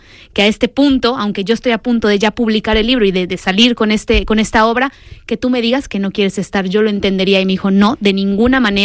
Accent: Mérida, Yucatán, Mexico; yo tuve dos presentaciones de libro, una en mi ciudad natal, en Mérida, Yucatán

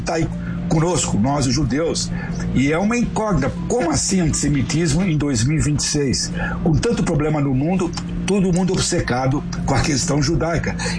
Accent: São Paulo, Brazil; Eu nasci no Bom Retiro, em São Paulo, que é o bairro da colônia judaica, hoje colônia coreana.

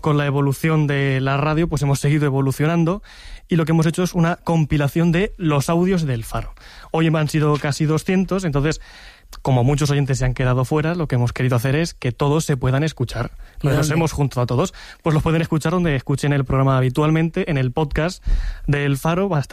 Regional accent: Villanueva de la Jara, Castilla-La Mancha, Spain; Yo soy de Villanueva de la Jara, en Cuenca.

